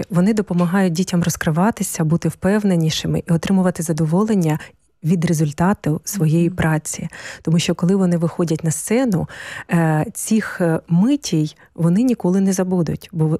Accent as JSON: {"language": "Ukrainian", "town": "Debaltseve", "region": "Donetsk Oblast", "country": "Ukraine", "tie": "born or raised there", "moved": "as an adult", "lives_now": "Kharkiv, Ukraine", "said": "Я народилася в Дебальцевому."}